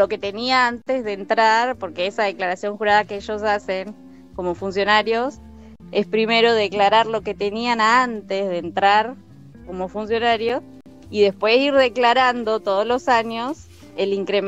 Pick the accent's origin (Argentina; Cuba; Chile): Argentina; Trelew, Chubut; Yo soy de Trelew, de Chubut.